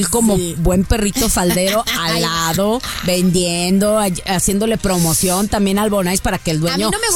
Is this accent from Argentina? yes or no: no; Mexico; para los que somos mexicanos, ubicamos perfectamente esos bolis.